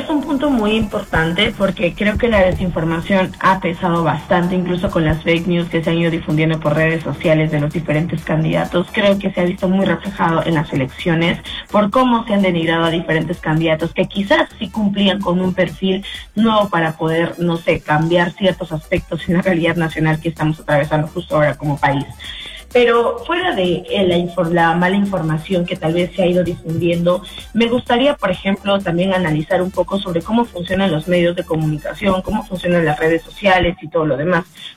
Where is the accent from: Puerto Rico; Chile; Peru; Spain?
Peru